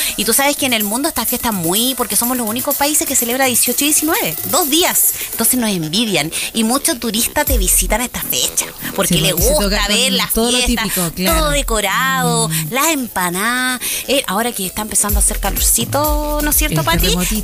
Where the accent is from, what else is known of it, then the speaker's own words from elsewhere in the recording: Santiago, Santiago Metropolitan Region, Chile; Santiaguina, me iban a comprar ropa patronato, me acuerdo.